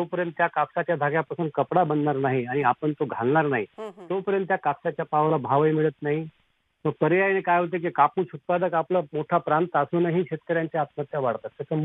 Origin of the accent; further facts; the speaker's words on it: Nanded, Maharashtra, India; मी राहणार नांदेडचा आहे.